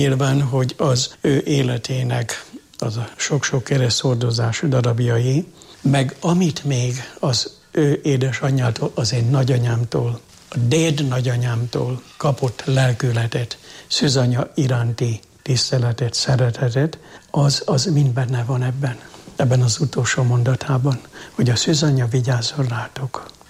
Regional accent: Jászárokszállás, Jász-Nagykun-Szolnok, Hungary; én Tanyán nőttem föl. 18 éves koromig. A jászság, jászályok szállás Tanya világa. Ott a hit kitapinthatóan élt az emberek lelkében.

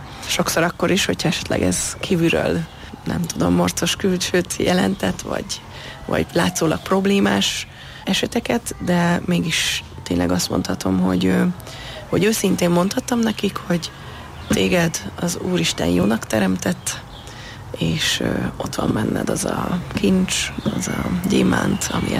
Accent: Budapest, Hungary; Májra Remetén nőttem föl

